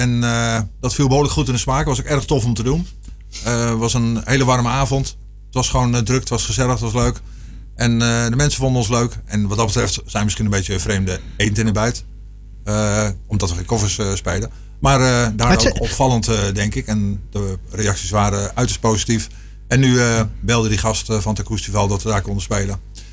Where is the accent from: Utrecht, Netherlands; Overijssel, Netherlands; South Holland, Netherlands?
Utrecht, Netherlands; Woerden; ik kom zelf uit Woerden.